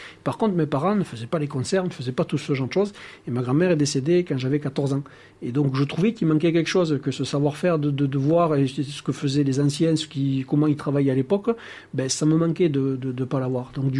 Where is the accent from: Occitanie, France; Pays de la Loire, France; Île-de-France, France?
Occitanie, France; Flagnac; also born or lived in Decazeville; Alors, je suis un Navarronais pure souche. Je suis né à Decazeville. J'ai grandi à Flagnac.